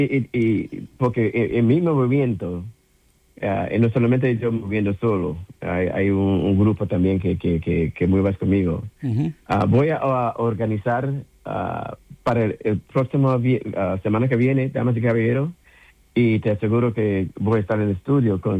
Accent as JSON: {"language": "Spanish", "region": "England", "country": "United Kingdom", "second_language": "Spanish", "said": "Perdón por mi español, porque ya sabes, yo soy inglés, pero todavía..."}